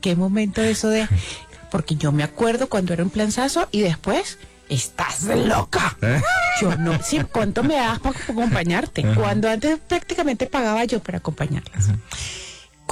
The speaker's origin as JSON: {"language": "Spanish", "town": "Valencia", "region": "Carabobo", "country": "Venezuela", "said": "yo soy de Valencia, mi hermana llegaba a Valencia"}